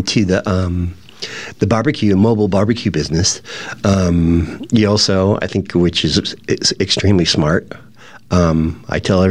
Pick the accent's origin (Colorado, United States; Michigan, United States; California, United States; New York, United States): California, United States; San Diego; At least I'm from San Diego, and LA is kind of a dirty word for San Diegans.